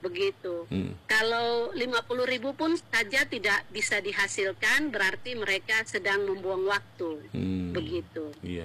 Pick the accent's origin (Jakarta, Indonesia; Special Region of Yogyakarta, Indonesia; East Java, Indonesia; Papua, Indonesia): Papua, Indonesia; kita orang Papua